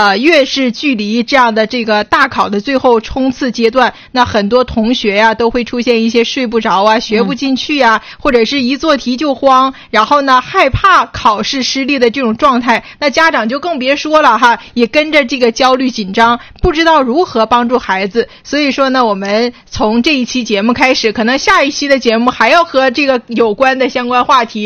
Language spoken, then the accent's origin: Chinese; Northeast China, China; accent: Northeastern (Dongbei); 像我们东北话的老话闹心